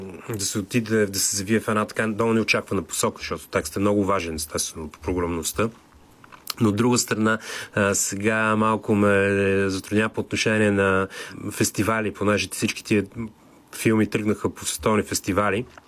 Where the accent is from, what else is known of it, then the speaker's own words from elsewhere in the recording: Plovdiv, Plovdiv Province, Bulgaria; Аз живея в Пловдив. Там съм израснал.